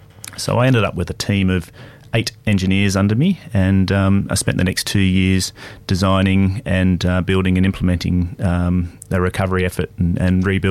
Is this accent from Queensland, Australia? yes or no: no; Pierce's Creek, New South Wales, Australia; Yeah, I was born and raised in Pierce's Creek, which is just up the hills.